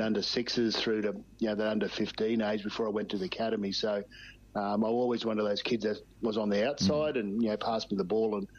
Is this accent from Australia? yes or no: yes; Queensland, Australia; I guess, pleased that, you know, I'm Australian South Sea Islander.